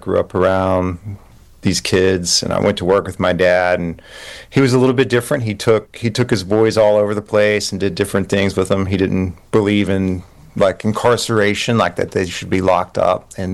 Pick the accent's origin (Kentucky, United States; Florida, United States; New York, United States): Kentucky, United States; I grew up in Eastern Kentucky, and my dad was a counselor in a group home.